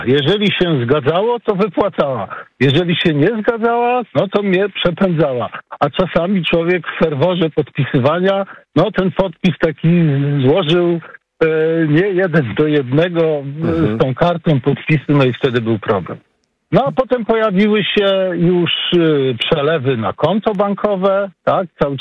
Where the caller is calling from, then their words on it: Warsaw, Masovian Voivodeship, Poland; z Warszawy.